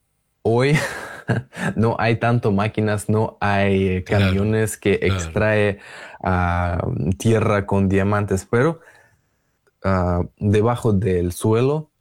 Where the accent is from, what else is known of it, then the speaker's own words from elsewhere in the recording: Russia; Spanish is a second language; Yo soy como ciudadano ruso, ni siquiera puedo tener acceso tampoco.